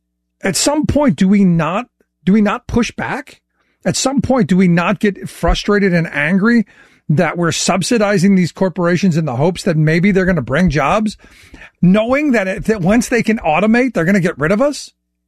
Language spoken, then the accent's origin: English; Cleveland, Ohio, United States; like when I grew up in Cleveland, they gave them energy.